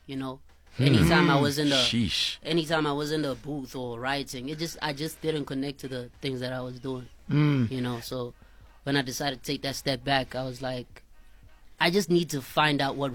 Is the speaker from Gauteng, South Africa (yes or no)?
yes; Tembisa, Gauteng, South Africa; moved away; I was raised in Tembisa.